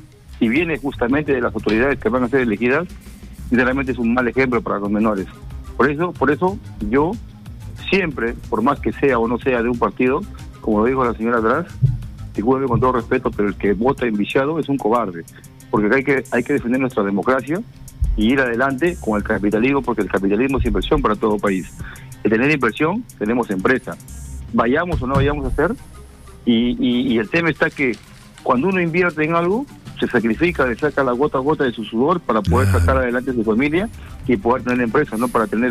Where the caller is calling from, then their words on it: Casa Grande, La Libertad, Peru; le hablo de Trujillo, Casagrande, Valle Chicama.